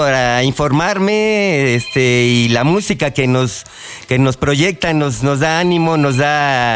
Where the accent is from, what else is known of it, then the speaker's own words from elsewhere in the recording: Iztacalco, Mexico City, Mexico; vengo de la Colonia Agrícola Pantitlán.